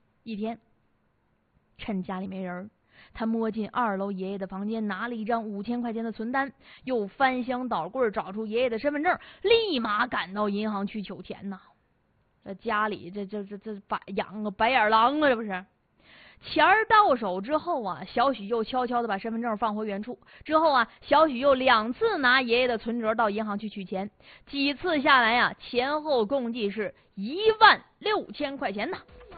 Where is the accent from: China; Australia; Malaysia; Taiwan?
China; Northeast China; 咱们东北人，因为咱们东北气候凉。